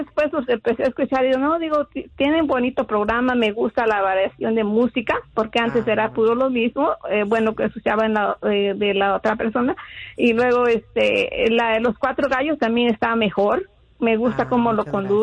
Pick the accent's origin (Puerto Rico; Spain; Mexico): Mexico; Guerrero; De México, pero de Guerrero.